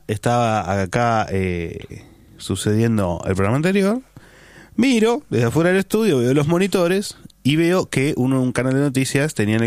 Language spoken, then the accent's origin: Spanish; La Matanza, Buenos Aires Province, Argentina; now in Buenos Aires, Argentina; Pero, a ver, yo me fui de La Matanza, la meca del delito, me vine a vivir acá, Recoleta, Barrio Norte, y resulta que son todos chorros, viejo.